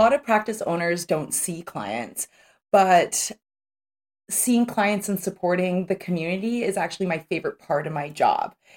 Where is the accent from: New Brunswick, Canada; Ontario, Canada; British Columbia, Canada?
British Columbia, Canada; North Vancouver; So I grew up in North Vancouver